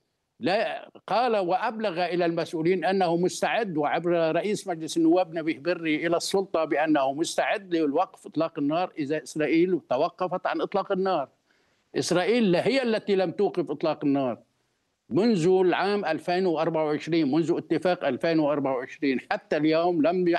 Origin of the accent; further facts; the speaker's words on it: Lebanon; الغريب عندنا في لبنان